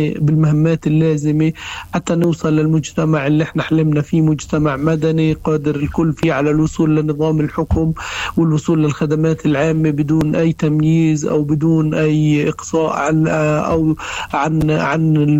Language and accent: Arabic; Palestine; وإحنا كمان كفلسطينيين لما بنكون مغادرين فلسطين إحنا مغادرينها على أمل العودة